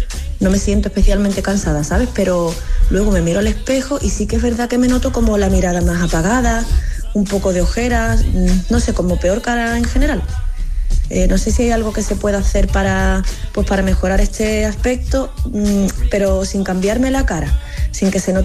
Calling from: Seville, Andalusia, Spain; de Sevilla.

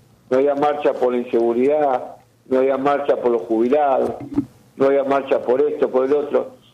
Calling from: Argentina; Todos somos argentinos

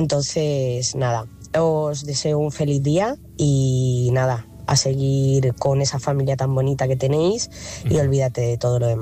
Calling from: Talavera de la Reina, Castilla-La Mancha, Spain; corresponsal de Talavera.

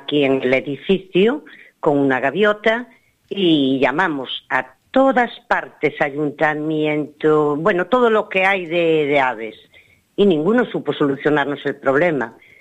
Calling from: Pontevedra, Galicia, Spain; De aquí, de Pontevedra.

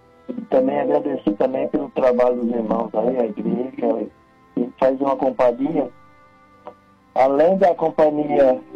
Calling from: Baúba, São Paulo, Brazil; Em Baúba, estado de São Paulo, interior.

